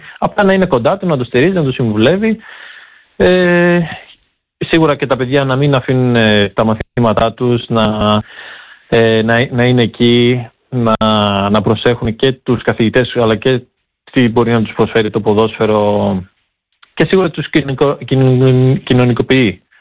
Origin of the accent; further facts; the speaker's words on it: Patras, Western Greece, Greece; και επειδή ήξερα ότι είμαι πατρινός